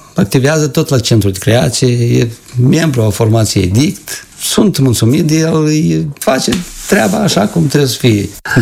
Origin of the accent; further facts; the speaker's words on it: Seliște, Nisporeni District, Moldova; Vin de la Seliște, raionul Nisporieni. Acolo am copilărit, acolo am făcut sport, acolo am făcut muzică.